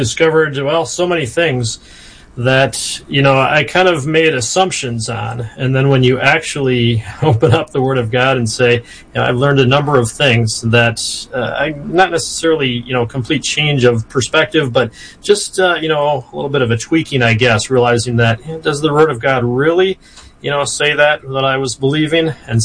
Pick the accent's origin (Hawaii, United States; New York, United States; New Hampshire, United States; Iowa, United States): Iowa, United States; a station in Des Moines, which is where I'm near. So I'm from Iowa, in northern Iowa, actually, a couple hours north of Des Moines.